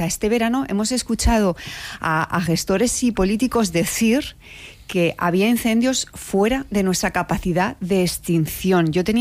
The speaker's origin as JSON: {"language": "Spanish", "region": "Castilla-La Mancha", "country": "Spain", "tie": "born or raised there", "said": "Yo soy castellano-manchega, soy una niña de pueblo"}